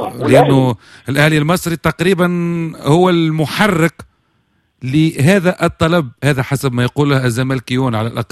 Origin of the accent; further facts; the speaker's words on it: Tunisia; لانه المعلومه اللي عندنا في تونس سيتم طلب لجان من الكاف لمعاينه الملاعب